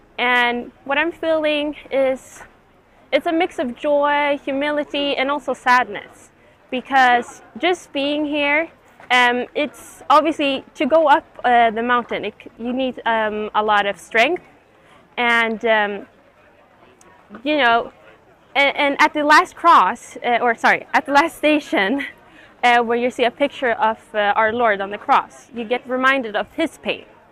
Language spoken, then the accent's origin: English; Sweden; English is a second language; I'm from Sweden, but I have Caribbean roots